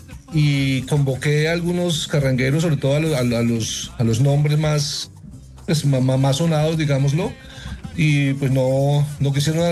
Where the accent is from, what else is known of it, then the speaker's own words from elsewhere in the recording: Macaravita, Santander, Colombia; now in Bucaramanga, Colombia; Yo estoy en Bucaramanga. Soy de Macaravita, Santander, ¿sí? Pero resido en Bucaramanga.